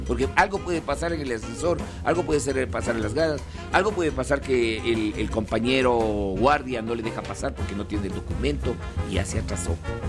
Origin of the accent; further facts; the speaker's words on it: Ecuador; Nosotros no somos malos. No somos malos ecuatorianos.